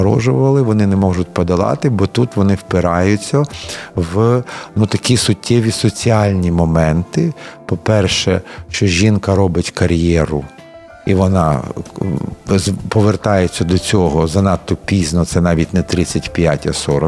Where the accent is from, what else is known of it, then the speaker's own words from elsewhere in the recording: Odesa, Odesa Oblast, Ukraine; багатонаціональну мою рідну Одесу, в якій вже шосте покоління мешкає моїх ancestors, тобто там дуже-дуже вже це давно